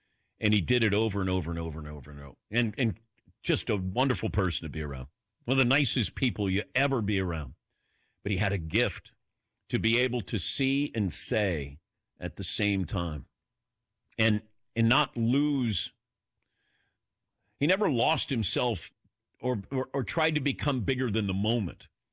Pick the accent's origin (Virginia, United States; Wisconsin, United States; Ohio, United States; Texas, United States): Ohio, United States; Dayton; when he found out that I was from the Dayton area, he goes, oh, the Dayton Gems.